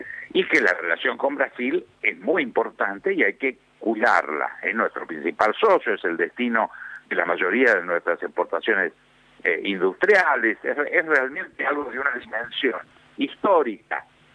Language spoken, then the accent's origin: Spanish; Argentina; Yo creo que somos muchos los argentinos, incluyéndome